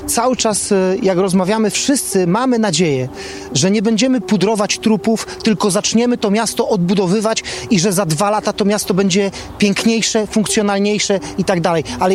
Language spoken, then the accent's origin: Polish; Bodzanów, Opole Voivodeship, Poland; Ja akurat jestem z Bodzanowa